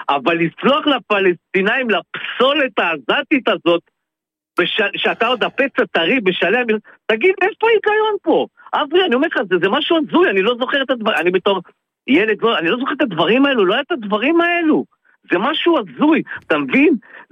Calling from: Haifa, Haifa District, Israel

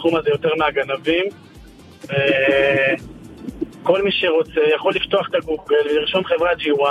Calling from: Jerusalem, Jerusalem District, Israel; אני מירושלים, מפסגת זאב.

